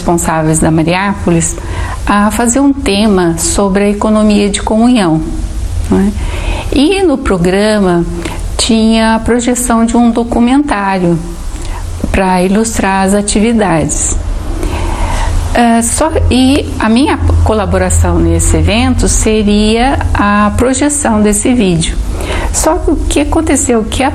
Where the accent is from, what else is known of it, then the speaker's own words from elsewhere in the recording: Guaratinguetá, São Paulo, Brazil; eu sou daqui de Guaratinguetá e já estou no Focolar já há alguns anos.